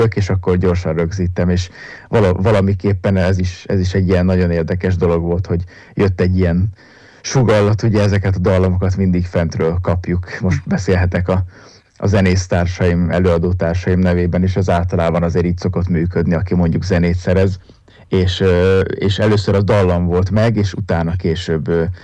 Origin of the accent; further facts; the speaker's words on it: Felvidék, Slovakia; moved away; felvidéki származású vagyok